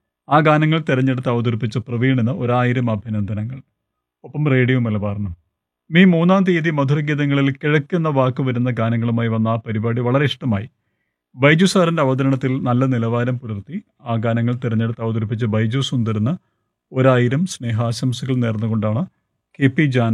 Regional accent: Panalad, Kerala, India; കണ്ണൂർ ജില്ലയിൽ പാണലാടാണ് എൻ്റെ വീട്.

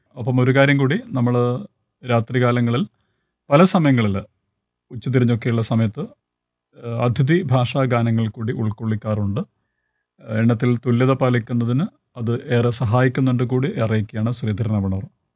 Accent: Panalad, Kerala, India; കണ്ണൂർ ജില്ലയിൽ പാണലാടാണ് എൻ്റെ വീട്.

